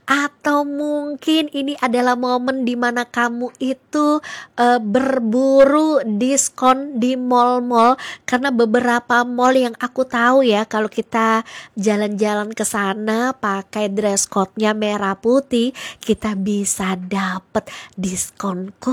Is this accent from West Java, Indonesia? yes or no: no; Surabaya, East Java, Indonesia; aku tuh pernah ikutan lomba joget di kampung aku di Surabaya.